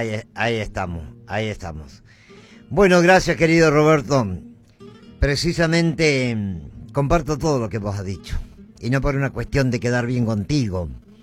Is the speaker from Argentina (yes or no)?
yes; Argentina; claro que me siento bien porque estoy pisando mi tierra argentina.